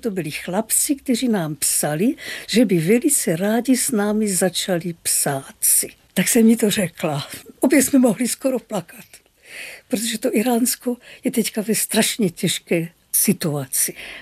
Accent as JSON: {"language": "Czech", "town": "Brno", "region": "South Moravian Region", "country": "Czechia", "tie": "born there", "also_born_or_lived": "Saarland", "moved": "yes", "said": "A to je Čechy, Morava, pro mě velmi důležitá Morava, protože jsem se narodila v Brně."}